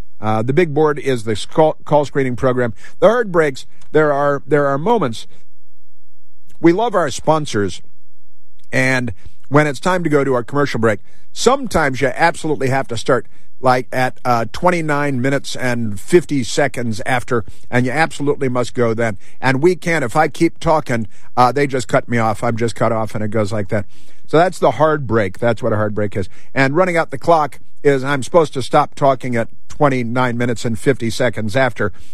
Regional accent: Chicago, Illinois, United States; Oh, of course, I recall, yeah, growing up in Chicago and CTA

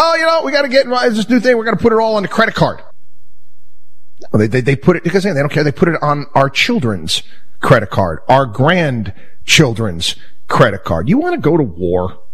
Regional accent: New York, United States; I grew up in New York, and there's a lot of government buildings in the state of New York that are just plain ugly.

